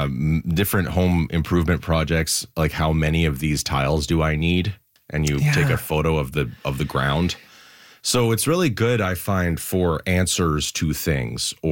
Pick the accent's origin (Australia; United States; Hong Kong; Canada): Canada; We're Canadian.